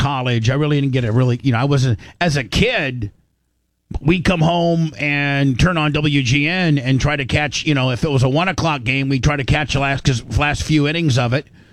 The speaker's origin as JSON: {"language": "English", "town": "Warsaw", "region": "Indiana", "country": "United States", "tie": "born or raised there", "said": "I grew I grew up in Warsaw, Indiana, which, as the crows fly, is only about 105 miles away from Wrigley Field."}